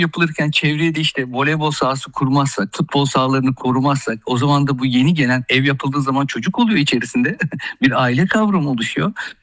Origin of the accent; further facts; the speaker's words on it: Istanbul, Turkey; İstanbul'da bir sokaklarda büyüdük. Futbol sahalarında, toprak futbol sahalarında büyüdük.